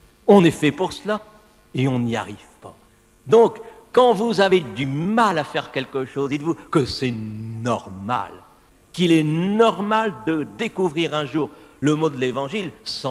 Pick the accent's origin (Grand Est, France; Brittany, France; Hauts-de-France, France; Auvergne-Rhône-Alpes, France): Hauts-de-France, France; Cambrai; Je viens de Cambrai, célèbre par ses bêtises.